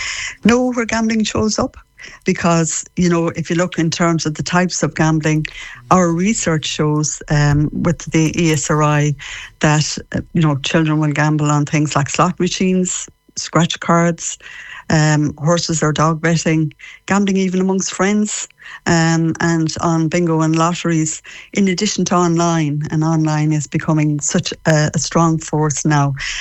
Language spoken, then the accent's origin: English; Shamwala, County Mayo, Ireland; Yeah, I'm from just outside Tourine, a little village called Shamwala